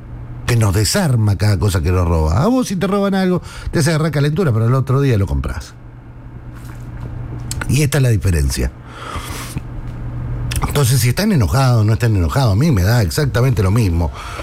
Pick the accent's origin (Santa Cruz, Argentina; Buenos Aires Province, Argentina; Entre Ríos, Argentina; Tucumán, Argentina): Buenos Aires Province, Argentina; Berisso; Y como somos parte de la Argentina, Berisso está peor.